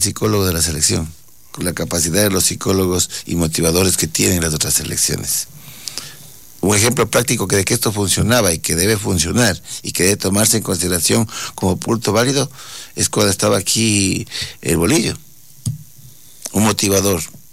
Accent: Ecuador; nuestra autoestima como ecuatorianos es baja, somos conformistas, ambiciosos conformistas

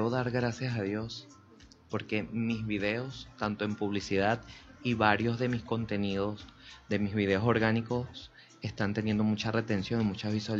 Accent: Barquisimeto, Lara, Venezuela; nos identificamos como venezolanos y barquisimetanos.

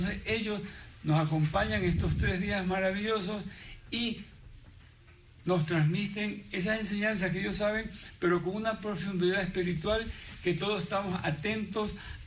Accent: Manta, Manabí, Ecuador; en la ciudad de Manta, de donde soy oriundo.

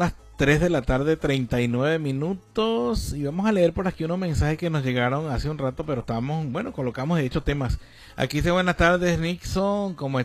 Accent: La Trinidad de Orichuna, Apure, Venezuela; Nosotros somos de la Trinidad de Orichuna, aunque usted no lo crea, aunque no lo crea Freddy Muñoz, pero somos también de la Trinidad de Orichuna.

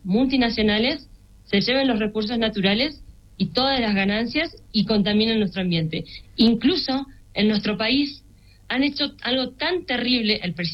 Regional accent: Argentina; Y también Rodrigo Paz tiene el apoyo del presidente Javier Milei, que es presidente en mi país, que hace 3 años que está gobernando mi país

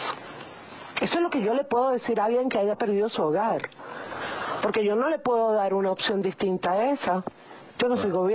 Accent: Venezuela; Porque resulta que si bien yo no viví en La Guaira, yo tuve mi vida también en La Guaira, como muchos venezolanos.

